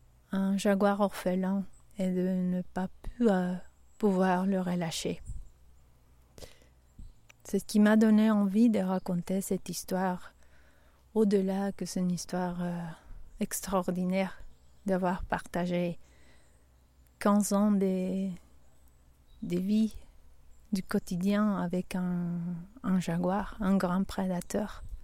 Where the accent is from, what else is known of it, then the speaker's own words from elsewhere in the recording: La Paz, Bolivia; moved away; Je suis née à La Paz, où j'ai vécu toute mon enfance et mon adolescence. On peut dire que La Paz est une grande ville